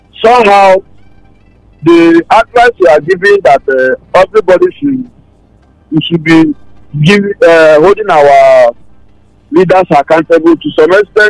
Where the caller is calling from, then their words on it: Lagos, Nigeria; from Lekki.